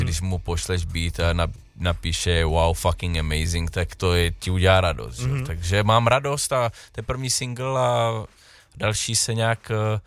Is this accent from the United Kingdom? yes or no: no; Canada; moved away; jak jsem vyrůstal v Kanadě